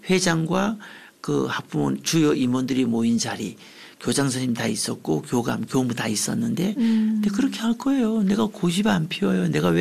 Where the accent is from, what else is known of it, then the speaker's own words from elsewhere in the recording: Gangwon, South Korea; 강원도 저의 고향 강원도